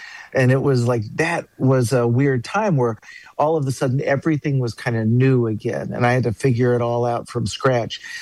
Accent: Dallas, Texas, United States; Well, I'm a seventh-generation Texan, and I grew up in the Dallas area.

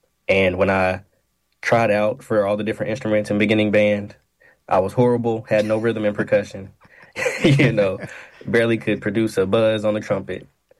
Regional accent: North Little Rock, Arkansas, United States; And now I'm back in my hometown of North Little Rock as a beginning band director for North Little Rock Middle School.

